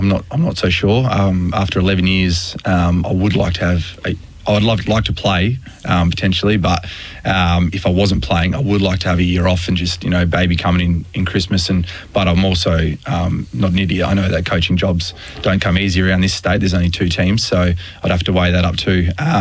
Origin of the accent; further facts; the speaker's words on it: Perth, Western Australia, Australia; moved away; also born or lived in Melbourne; We grew up in Perth together many, many, many years ago.